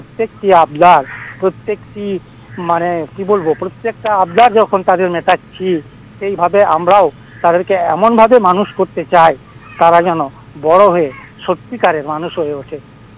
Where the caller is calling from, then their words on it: Dubrajpur, West Bengal, India; আমি পশ্চিমবঙ্গের বীরভূম জেলার দুবরাজপুর থেকে